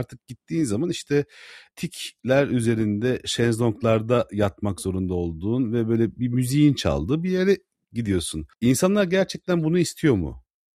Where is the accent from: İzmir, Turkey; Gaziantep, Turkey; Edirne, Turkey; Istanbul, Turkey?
Istanbul, Turkey; İstanbulluyum dedim.